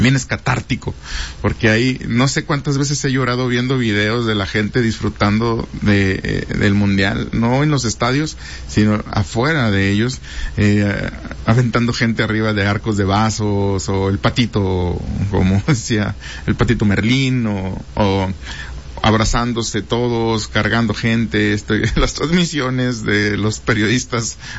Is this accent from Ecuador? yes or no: no; Mexico; todos somos mexicanos